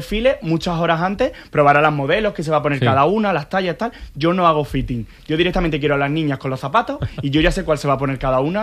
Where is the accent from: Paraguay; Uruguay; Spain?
Spain; Córdoba, Andalusia; voy a inspirarme en una colección en Córdoba. Quiero llevar mi tierra por bandera